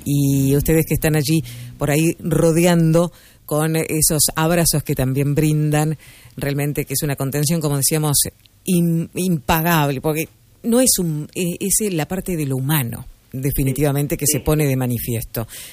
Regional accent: Uruguay; Somos solidarios los uruguayos.

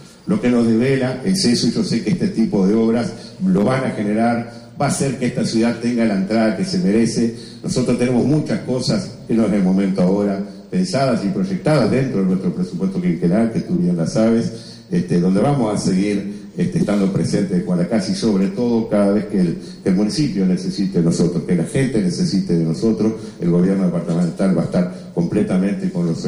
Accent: Carmelo, Colonia, Uruguay; está muy cerquita de mi pueblo de Carmelo

